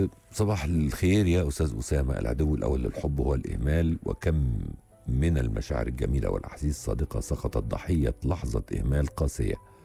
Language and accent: Arabic; Faiyum, Faiyum Governorate, Egypt; من الفيوم،